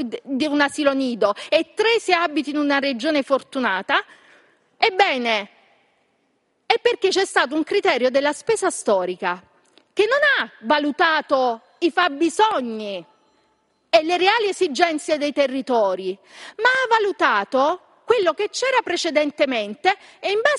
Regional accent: Southern Italy, Italy; io sono una fiera figlia del sud, della mia terra, del mezzogiorno, io sono una fiera figlia della mia terra e lo rivendico con orgoglio

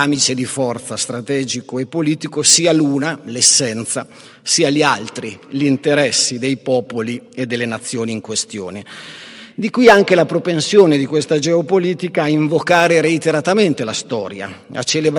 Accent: Trentino-Alto Adige, Italy; moved away; io non sono originario della Val di Fiemme, sono della Val di Fiemme, nel senso che alla fine sono radici che rimangono e che non si perdono.

